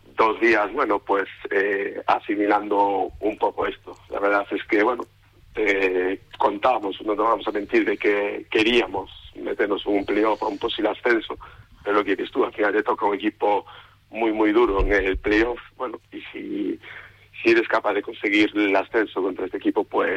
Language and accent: Spanish; Vitoria-Gasteiz, Basque Country, Spain; que yo soy de Vitoria